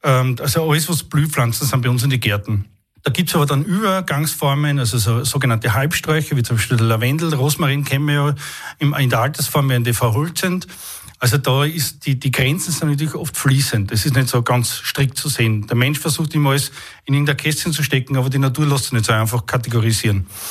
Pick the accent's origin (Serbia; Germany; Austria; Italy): Austria; St. Margarethen im Burgenland, Burgenland; Wir haben ja ganz eine tolle Flora im Burgenland. Und ich komme ja aus St. Margarethen und da gibt es sehr viel Trockenrasen und die haben mich auch sehr geprägt, auch in meiner Kindheit.